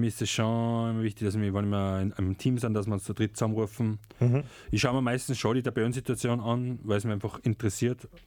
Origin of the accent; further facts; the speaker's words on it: Austria; weil es ist super schön bei uns in Österreich.